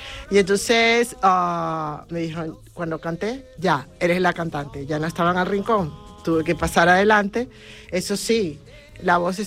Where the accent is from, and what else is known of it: Venezuela